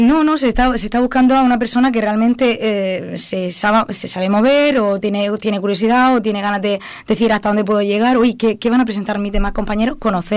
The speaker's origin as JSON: {"language": "Spanish", "region": "Region of Murcia", "country": "Spain", "moved": "yes", "lives_now": "Madrid, Spain", "said": "el hecho de estar en dos casas, yo prácticamente soy prácticamente más madrileña ahora mismo que murciano"}